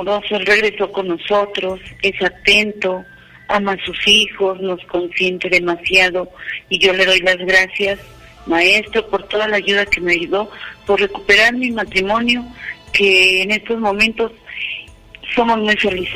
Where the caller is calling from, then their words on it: Los Angeles, California, United States; De Los Ángeles, California.